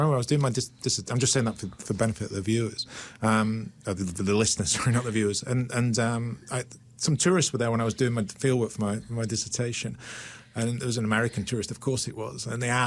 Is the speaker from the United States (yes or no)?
no; Burnley, North West England, United Kingdom; moved away; also born or lived in Leeds; I'm originally from Burnley, which is a coal mining and was a coal mining and cotton town in East Lancashire.